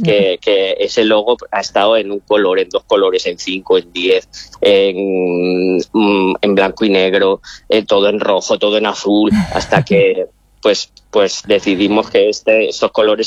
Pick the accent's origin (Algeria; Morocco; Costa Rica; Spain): Morocco; Pero en el fondo soy marroquí.